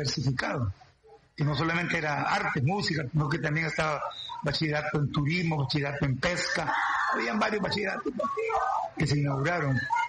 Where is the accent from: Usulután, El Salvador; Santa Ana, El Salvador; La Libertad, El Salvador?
Santa Ana, El Salvador; Allá en Santana, yo soy de Santana, nací un 9 de julio de un lejano 1954.